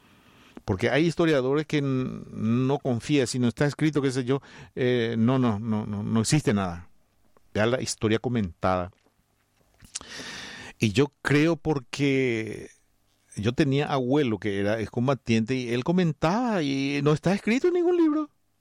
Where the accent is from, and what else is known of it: Paraguay